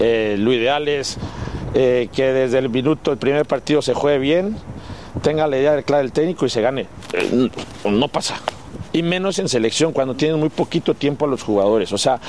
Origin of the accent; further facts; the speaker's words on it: Mexico; pero como mexicano siempre da ilusión representar a mi país en un mundial.